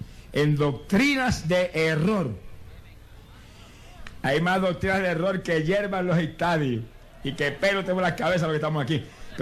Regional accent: Puerto Rico; Porque en mi país hay otros centros a favor de los adictos a drogas

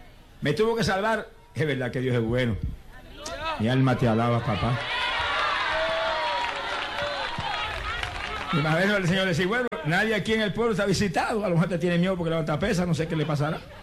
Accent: Puerto Rico; Porque en mi país hay otros centros a favor de los adictos a drogas

